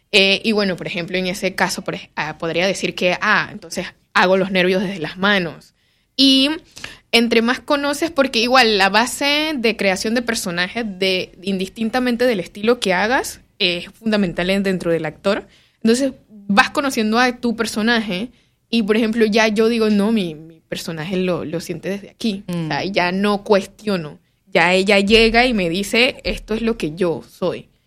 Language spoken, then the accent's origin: Spanish; Panama; Prácticamente que todos los grupos también somos panameños.